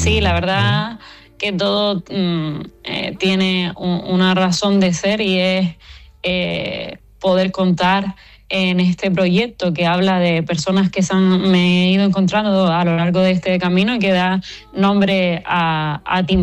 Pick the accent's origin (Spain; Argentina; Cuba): Spain; Valsequillo de Gran Canaria, Canary Islands; en mi pueblo, donde también me ha visto crecer mis vecinos y vecinas